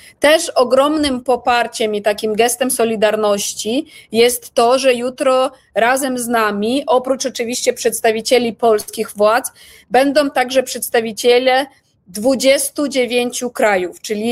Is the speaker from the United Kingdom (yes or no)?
no; Ukraine; now in Poland; my jako społeczność, jako Ukraińcy przede wszystkim mieszkający w Polsce, nie możemy przeczekać niepodległości Ukrainy